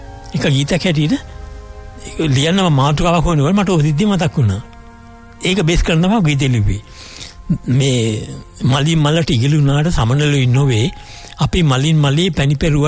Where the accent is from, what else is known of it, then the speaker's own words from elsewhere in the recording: Beruwala, Western Province, Sri Lanka; also born or lived in Matara; මම ගම බේරුවල උපන්නේ, මාතර වුණාට පියාගේ ගමට බේරුවට ඇවිල්ලා මම ඉගෙන ගත්තේ බේරුව වලතර මහාවිද්‍යාලයේ අධ්‍යාපනය ලැබුවේ.